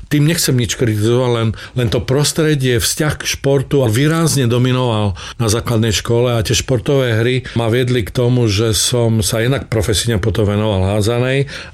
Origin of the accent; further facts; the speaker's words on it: Čemerné, Prešov Region, Slovakia; also born or lived in Bardejov; Ja som sa narodil v Bardejove a potom sme sa presťahovali do Čemerného, pretože otec bol lekár a zaviedlo tam misia lekára.